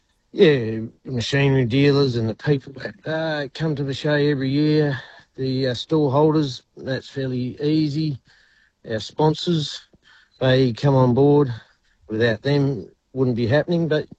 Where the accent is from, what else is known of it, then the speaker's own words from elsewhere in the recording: York, Western Australia, Australia; Yes, we've been here for quite a few generations. So, yeah, grew up growing up in York